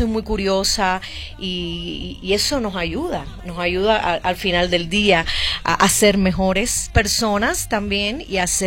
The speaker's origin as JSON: {"language": "Spanish", "region": "Havana", "country": "Cuba", "tie": "born or raised there", "moved": "yes", "lives_now": "Los Angeles, United States", "said": "nací y me crié en La Habana, Cuba. Vengo de una, wow, familia musical."}